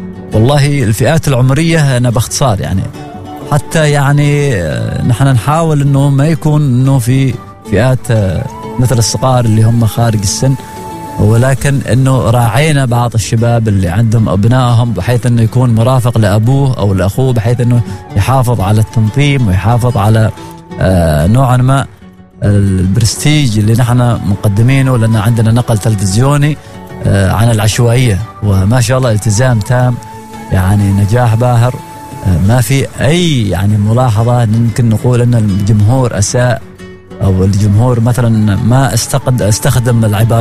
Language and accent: Arabic; Oman; هذه المعلومة ما كنا نحن نعرفها نحن في أبناء البلد